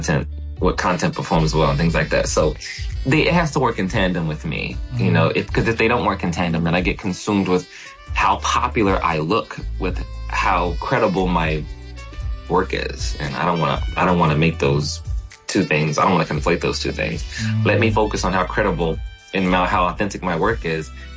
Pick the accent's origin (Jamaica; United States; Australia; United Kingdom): Jamaica; You know, as a Jamaican, as a West Indian, even reggae, you know, in reggae tone, you know.